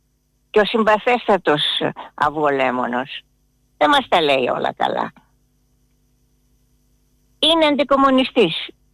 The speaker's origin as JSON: {"language": "Greek", "country": "Greece", "said": "Εγώ δεν είμαι Εβραία, είμαι Ελληνίδα Ορθόδοξη."}